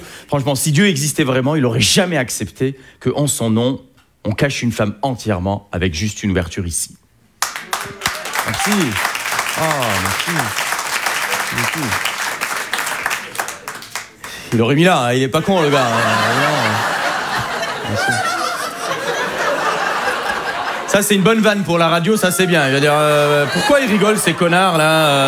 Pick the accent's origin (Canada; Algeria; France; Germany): Algeria; Je suis algérien. Je pense pas qu'il y en ait ce soir, d'ailleurs, d'Algériens.